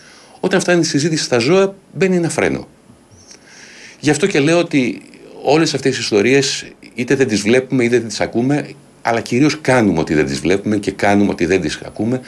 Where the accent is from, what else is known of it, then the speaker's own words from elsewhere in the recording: Nafplio, Peloponnese, Greece; moved away as an adult; now in Athens, Greece; Εκεί μεγάλωσα, δεν γεννήθηκα εκεί, εκεί μεγάλωσα. Είναι ένας τόπος ο οποίος με σημάδεψε, το κουβαλάω μαζί μου και θεωρώ τον εαυτό μου τυχερό που μεγάλωσε μια τόσο όμορφη πόλη δίπλα στη θάλασσα, δίπλα και μέσα στην ιστορία